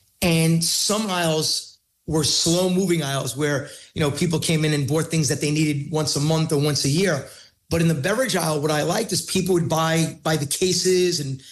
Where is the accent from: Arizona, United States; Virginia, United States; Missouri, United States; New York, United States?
New York, United States; Queens; That's why I always say … from Queens, right?